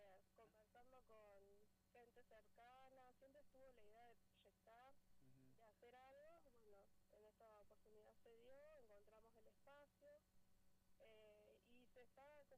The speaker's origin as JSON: {"language": "Spanish", "town": "El Huecú", "region": "Neuquén", "country": "Argentina", "tie": "born or raised there", "said": "Como yo soy profe del Huecú, estoy trabajando en el CP30, nacida y criada también en el Huecú"}